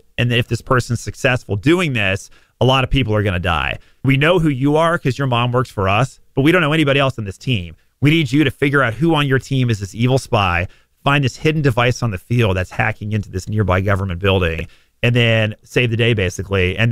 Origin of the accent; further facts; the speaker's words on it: Dallas, Texas, United States; I'm around 10, 11 years old, growing up in Dallas, Texas